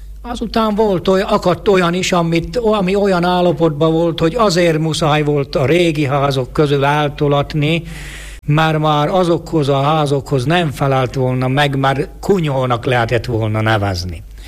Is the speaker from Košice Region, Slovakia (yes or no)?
no; Trnava Region, Slovakia; gyermekkoromat azon a környéken töltöttem, határunk bőssá volt határos